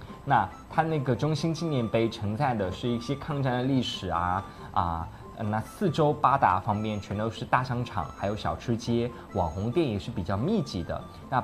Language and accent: Chinese; Sichuan, China; moved away; 我们四川话啊，叫黄果兰，